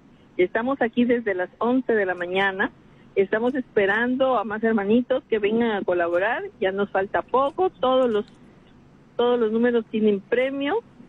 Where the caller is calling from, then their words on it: Talara, Piura, Peru; Estamos aquí en Italara, en el frontis de la parroquia La Inmaculada.